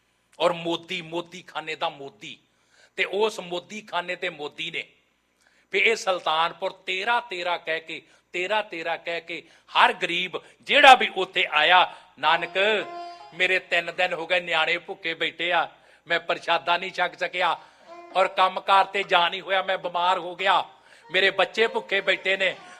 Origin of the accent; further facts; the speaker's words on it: Punjab, India; ਇਸ ਤੋਂ ਅੱਗੇ ਸੁਲਤਾਨਪੁਰ ਦੁਆਬੇ ਦੀ ਧਰਤੀ ਦੇ ਉੱਤੇ, ਮੇਰਾ ਪਿੰਡ ਉੱਥੋਂ ਬਿਲਕੁਲ ਨਜ਼ਦੀਕ ਹੈ।